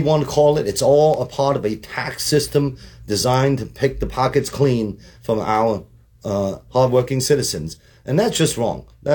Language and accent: English; Hong Kong; English is a second language; now in United States; I came from Hong Kong. I was born in Hong Kong under British government. And I came here in 1977. You know, we were just your ordinary poor immigrants.